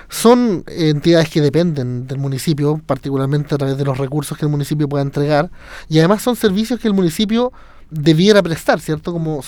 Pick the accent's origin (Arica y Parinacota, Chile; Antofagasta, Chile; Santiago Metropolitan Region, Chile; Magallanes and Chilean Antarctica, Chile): Santiago Metropolitan Region, Chile; Puente Alto; moved away as an adult; soy nacido y criado en Puente Alto